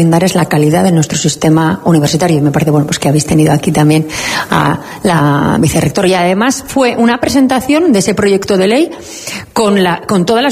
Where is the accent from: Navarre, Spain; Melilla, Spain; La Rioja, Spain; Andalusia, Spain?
Navarre, Spain; Aprovecho a decir, mira, los navarros somos plurales, diversos, navarros que se sienten vascos, navarros que se sienten del mundo, navarros que se sienten solo navarros, navarros que se sienten navarros y españoles.